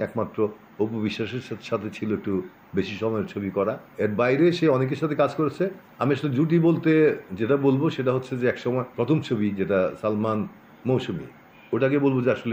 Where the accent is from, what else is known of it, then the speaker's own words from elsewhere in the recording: Dhaka, Dhaka Division, Bangladesh; আমার জন্ম ঢাকার মিরপুরে, আদিবাড়ি নরসিংদী, যেটা দাদার বাড়ি বলে। আমি পড়াশোনা করেছি মিরপুরেই, মণিপুর উচ্চ বিদ্যালয়ে স্কুল জীবন।